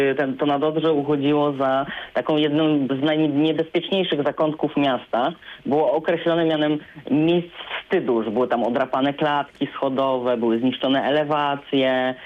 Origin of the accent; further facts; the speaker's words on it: Wrocław, Lower Silesian Voivodeship, Poland; born there; ja urodziłam się we Wrocławiu i jeden rok swojego życia spędziłem na dzielnicy, która nazywa się Nadodrze. Jak sama nazwa wskazuje, mieści się ona nad Odrą.